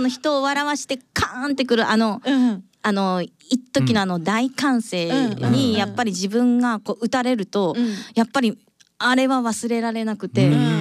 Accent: Komatsu, Ishikawa, Japan; moved away as an adult; also born or lived in Tokyo; 石川県小松市出身です。

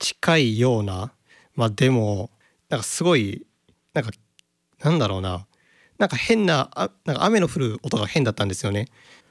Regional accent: Okayama, Japan; 私岡山出身と言ったことがあったと思うんですけども

